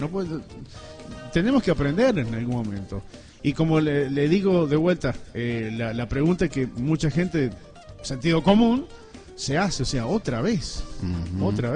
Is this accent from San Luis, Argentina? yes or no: yes; Villa Mercedes, San Luis, Argentina